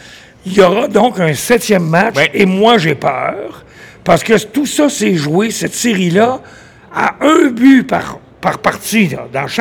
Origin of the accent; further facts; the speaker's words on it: Montreal, Quebec, Canada; Je suis né à Montréal, moi. J'étais un vrai Montréalais pur laine.